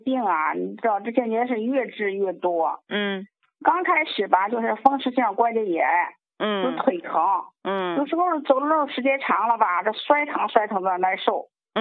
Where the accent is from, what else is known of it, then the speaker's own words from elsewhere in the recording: Taiyuan, Shanxi, China; 啊，我是太原的一个患者。